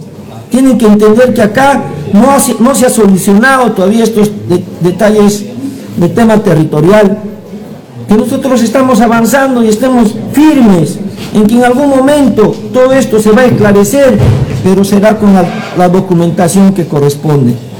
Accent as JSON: {"language": "Spanish", "region": "Cusco", "country": "Peru", "said": "Al final somos cusqueños y peruanos."}